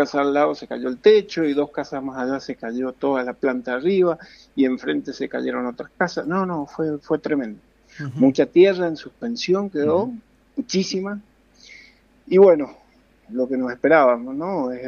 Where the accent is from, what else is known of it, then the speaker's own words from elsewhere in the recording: Mendoza, Argentina; now in Cali, Colombia; Sí tengo experiencia sísmica, soy de Mendoza, ¿no? Y he padecido los terremotos en su momento de Caucete, el del año 85, el 26 de enero